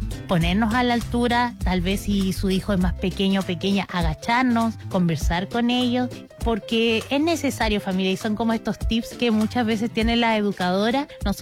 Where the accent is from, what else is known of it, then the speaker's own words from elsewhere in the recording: Puerto Ibáñez, Aysén, Chile; yo en mi infancia, que mi infancia fue en Puerto Ibáñez